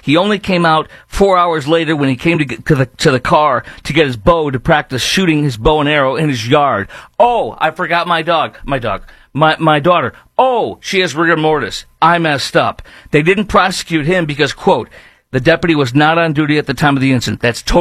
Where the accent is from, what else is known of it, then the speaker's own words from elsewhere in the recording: Chicago, Illinois, United States; my hometown of Chicago